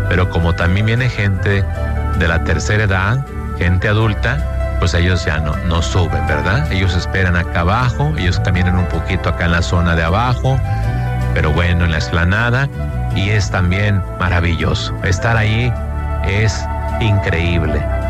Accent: Mexico; Cada quien saca su foto con la Virgen de Guadalupe, porque somos mexicanos, pero también somos guadalupanos.

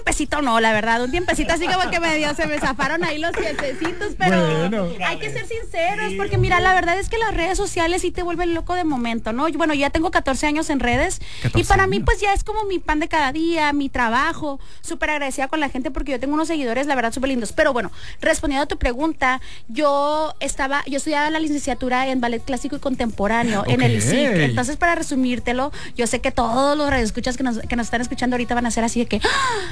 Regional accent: Culiacán, Sinaloa, Mexico; Culiacán, Sinaloa, pues yo soy de Culiacán, Sinaloa.

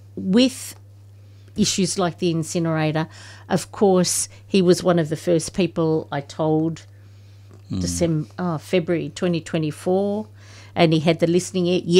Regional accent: Australia; I thought I was Irish till I went to Ireland. I'm Australian. Mum was Irish.

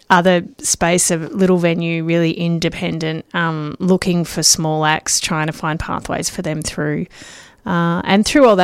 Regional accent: Sunshine, Victoria, Australia; I grew up in Sunshine in the 80s and the early 90s, so it was a particular era.

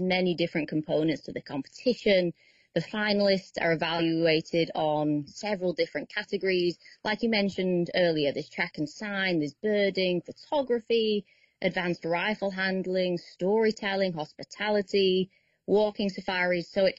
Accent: England, United Kingdom; moved away as an adult; now in South Africa; But growing up in England, I didn't realize this was a career path I could follow. And after finishing my studies in the UK, I came out to South Africa for a little bit of conservation volunteer work

